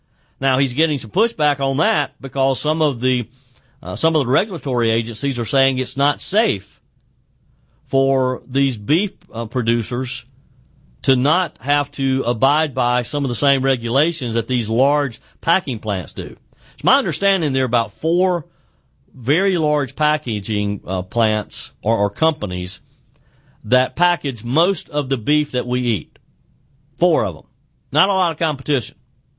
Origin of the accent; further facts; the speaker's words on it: South Carolina, United States; If you got a farm, say in my home state of the upstate of South Carolina, you got a farm here in the upstate